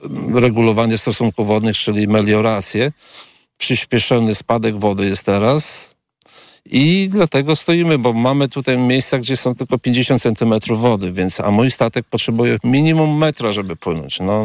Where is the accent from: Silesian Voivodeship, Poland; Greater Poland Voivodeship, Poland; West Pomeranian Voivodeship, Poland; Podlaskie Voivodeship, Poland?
Podlaskie Voivodeship, Poland; Wizna; Tak, jestem z Wizny i tutaj jestem rolnikiem.